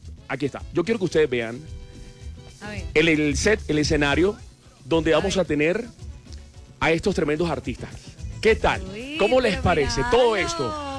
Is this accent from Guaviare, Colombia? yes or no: no; Barranquilla, Atlántico, Colombia; Vea, yo vengo de Barranquilla y lo primero que me dijeron fue: papi, aquí vas a pasar a sabroso